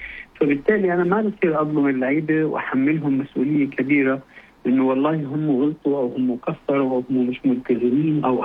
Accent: Jordan

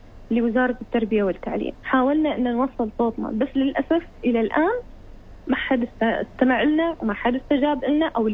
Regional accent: Oman; إحنا كعمانيين الحين وإحنا كطلاب

